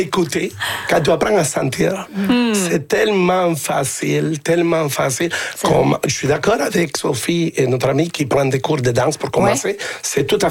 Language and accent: French; El Salvador; now in Sherbrooke, Canada; je suis un salvadorien.